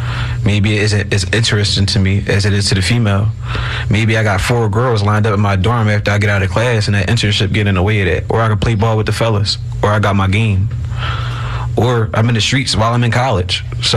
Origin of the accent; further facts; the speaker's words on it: Philadelphia, Pennsylvania, United States; I'm currently 24 years old. I'm from North Philadelphia.